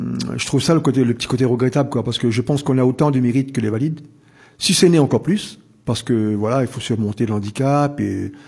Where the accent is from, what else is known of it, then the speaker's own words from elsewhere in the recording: Réunion; la Réunion que je suis réunionnais